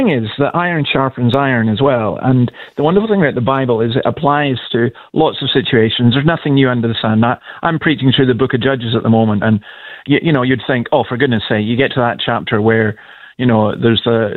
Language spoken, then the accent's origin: English; Scotland, United Kingdom; Well, I'm a Scotsman